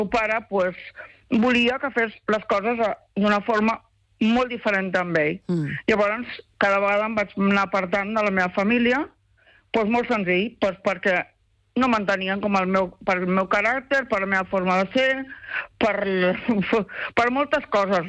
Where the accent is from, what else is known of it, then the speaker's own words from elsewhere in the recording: Barcelona, Catalonia, Spain; born there; also born or lived in Sant Just Desvern; now in Pineda de Mar, Spain; Jo vaig néixer fa molts anys a la maternitat, soc catalana, vaig néixer a la maternitat, el 9 del 7 al 65